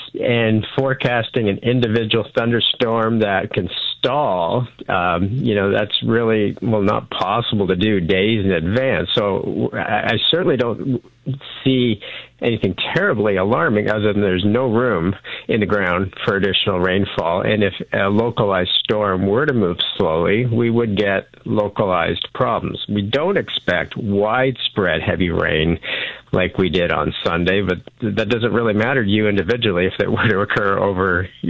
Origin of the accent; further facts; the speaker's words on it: Vineland, Ontario, Canada; I mean, I grew up in Vineland